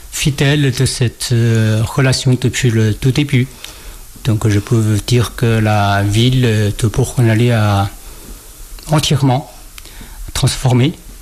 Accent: Shaanxi, China; French is a second language; now in Wujiang, China; mon pays natal, qui n'est pas à Wujian, qui est dans la région de Xi'an.

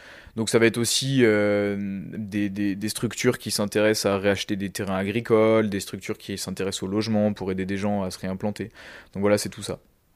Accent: Centre-Val de Loire, France; on est originaire donc du Centre-Val-de-Loire, d'un milieu assez rural

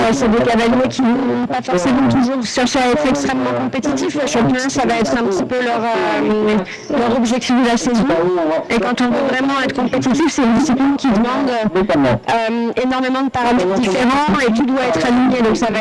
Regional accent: France; moi non, je suis française

